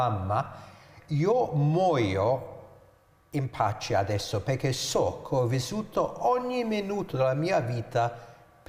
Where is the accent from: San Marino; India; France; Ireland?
India; come io sono indiano